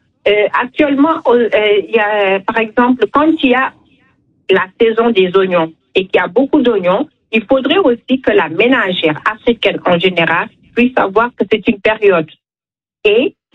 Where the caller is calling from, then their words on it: Senegal; je suis sénégalaise d'abord et fière de l'être